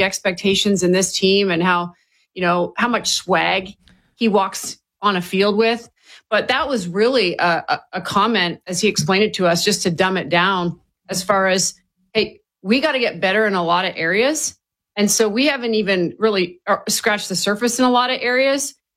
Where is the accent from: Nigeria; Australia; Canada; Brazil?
Canada; now in United States; And I am originally from Canada, Nick, although I'm a proud American.